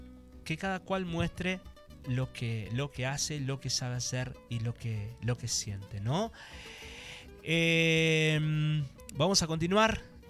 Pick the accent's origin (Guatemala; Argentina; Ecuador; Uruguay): Argentina; Reconquista, Santa Fe